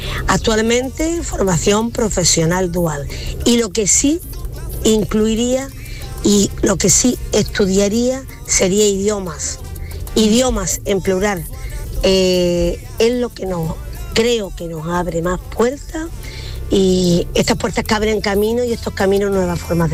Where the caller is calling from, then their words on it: El Perrunal, Andalusia, Spain; del Perrunal, Huelva, y si volviera, yo soy docente